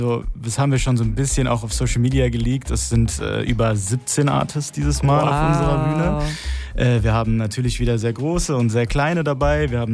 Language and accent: German; Berlin, Germany; Wir kommen ja ursprünglich hier aus Berlin, deswegen aus der Techno-Hauptstadt.